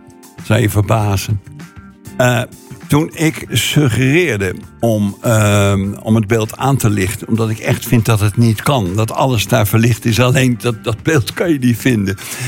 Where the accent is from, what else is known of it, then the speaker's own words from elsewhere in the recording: Leiden, South Holland, Netherlands; moved away as an adult; now in Oegstgeest, Netherlands; Ik woon al bijna 84 jaar in Leiden. Ik ben echt een Leidenaar, al woon ik al 50 jaar in Oegstgeest.